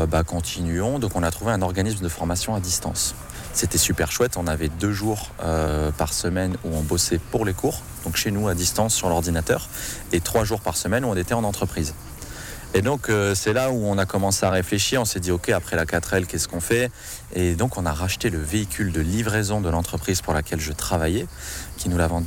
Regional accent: Toulon, Provence-Alpes-Côte d'Azur, France; moved away; On vient de Toulon tous les deux

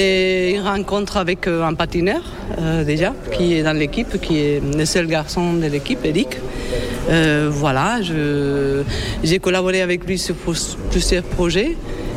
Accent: Madrid, Community of Madrid, Spain; j'ai fait un flashback dans ma jeunesse à Madrid, où en effet, je m'étais chaussée ces patins à roulettes dans les années 80

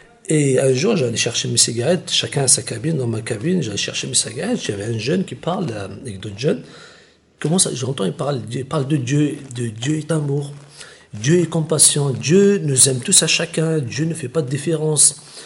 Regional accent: Kabylie, Algeria; moved away as an adult; also born or lived in Algiers; Moi, je viens de la Kabylie

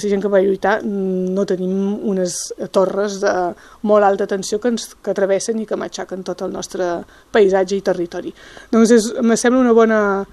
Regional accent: Baho, Occitania, France; Això és perquè sóc de Baó i que m'ha sortit el poble.

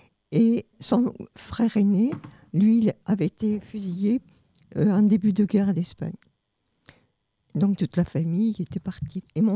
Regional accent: France; born there; Je suis née en France en 1943. Donc, mes parents sont rentrés en France en 1939, à la fin de la guerre d'Espagne.

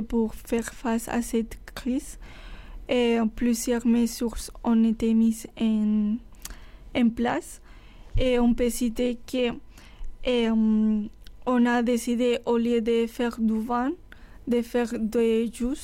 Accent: Castilla-La Mancha, Spain; French is a second language; moved away; moi, je viens de Castilla-La Mancha, qui c'est en région... qui vivent de l'agriculture, parce que c'est un llanure, donc ça permet de l'agriculture

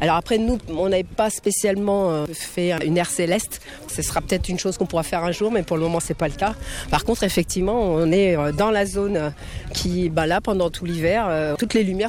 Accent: Sainte-Enimie, Occitanie, France; Du coup, nous, on vient de Saint-Enémy, c'est dans les gorges du Tarn, en Lozère.

